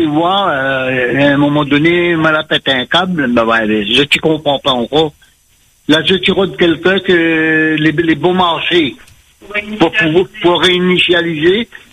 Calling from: Saint-Denis, Réunion; j'habite sur Saint-Denis, dans une résidence.

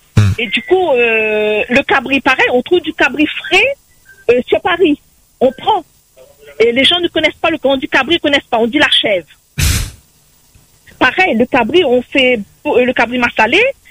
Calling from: Réunion; Il faut l'hôtel pour nous, parce qu'on vient de La Réunion.

